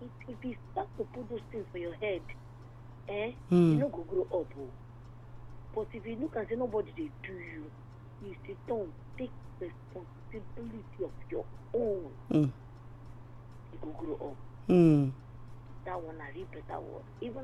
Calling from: Port Harcourt, Rivers, Nigeria; I'm calling from Port Harcourt.

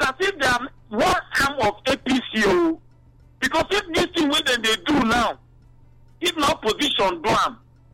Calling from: Igrita, Rivers, Nigeria; Good morning, Kate Ogan. I'm asking from Igrita.

